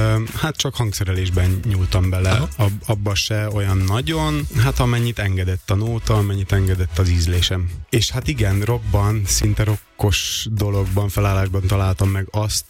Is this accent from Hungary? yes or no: no; Vojvodina, Serbia; vajdaságiként nem tudom soha elengedni a magyar és a szerb népzenét, tehát egy ilyen kavalkádban nőttem fel, ahol fontos volt a magyar kultúra